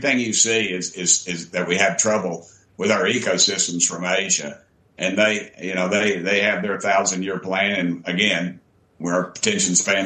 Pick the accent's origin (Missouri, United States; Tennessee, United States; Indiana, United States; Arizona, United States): Tennessee, United States; I come from Tennessee. We balance the budget in Tennessee.